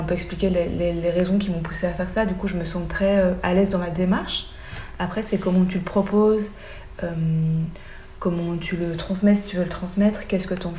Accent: Belgium; comme je suis belge au thaï, pour des personnes blanches en Belgique

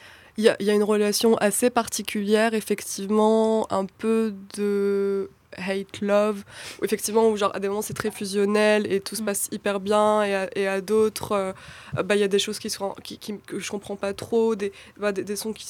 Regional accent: Kabylie, Algeria; moi aussi je suis kabyle, donc on parle un peu Ezol Flawen, etc.

